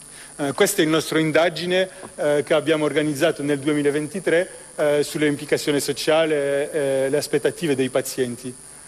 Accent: Belgium; sono italo-belga, quindi mi rappresenta l'onorevole Crisanti, anche se sono nato e cresciuto in Belgio, ho la doppia cittadinanza

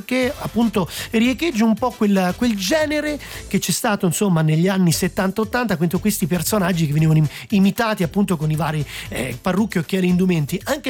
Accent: Montepulciano, Tuscany, Italy; also born or lived in Umbria; Ho cominciato a fare teatro nella mia Toscana, a Montepulciano. Io sono toscano, montepulciano, umbro. Io sono nomade perché sono sempre di molte regioni, non mi fermo mai

